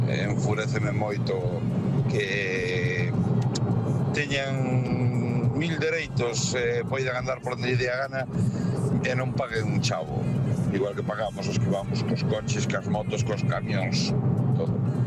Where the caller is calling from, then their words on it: Arbo, Galicia, Spain; Bons días